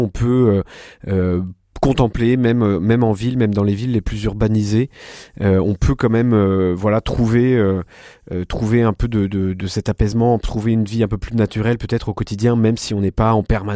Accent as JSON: {"language": "French", "town": "Versailles", "region": "Île-de-France", "country": "France", "tie": "born or raised there", "moved": "as an adult", "said": "je suis originaire de Versailles, donc j'ai toujours vécu en région parisienne"}